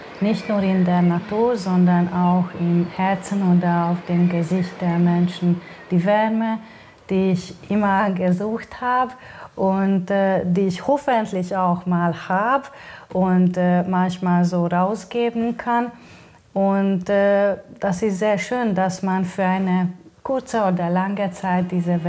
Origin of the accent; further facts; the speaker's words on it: Hungary; German is a second language; moved away; ursprünglich komme ich aus Ungarn, aus einer Situation oder Grenzzone, wo man sehr viel Fremdsprache auch damals gehört hat. Die deutsche Sprache habe ich dann zum ersten Mal da gehört und auch im Fernseher.